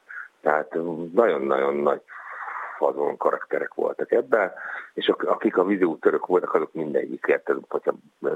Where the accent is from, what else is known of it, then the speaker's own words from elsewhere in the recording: Dunavarsány, Pest, Hungary; born there; Figyeljetek, én Dunavarsányban születtem, és ott is volt egy vízútörő raj